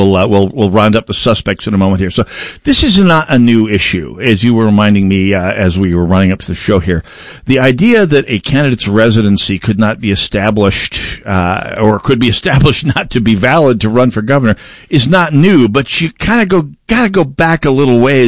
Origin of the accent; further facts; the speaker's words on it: Saint Paul, Minnesota, United States; I'm from the St. Paul side here. Anything west of Lindell might as well be South Dakota to me.